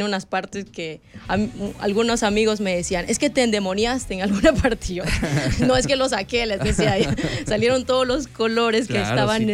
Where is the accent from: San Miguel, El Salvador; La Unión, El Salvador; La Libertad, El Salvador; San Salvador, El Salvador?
San Salvador, El Salvador; born there; yo soy de aquí, del mero San Salvador.